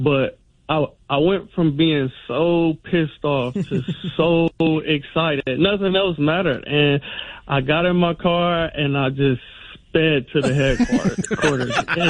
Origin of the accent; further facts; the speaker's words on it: San Francisco, California, United States; I grew up in Hunters Point, which was right across the street from the old Candlestick Park Stadium.